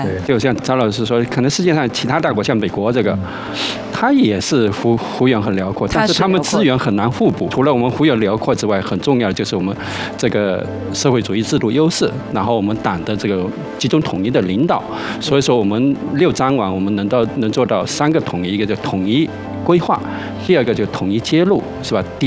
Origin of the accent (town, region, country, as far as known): China